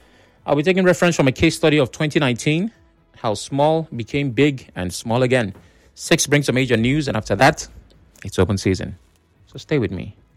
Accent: Nigeria; being Nigerian, I was indifferent.

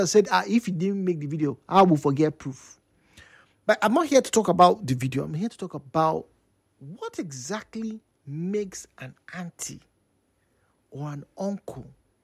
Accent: Nigeria; it's something that, as a Nigerian, and maybe as a human being, and probably as an African human being, you know, you probably have had a personal experience.

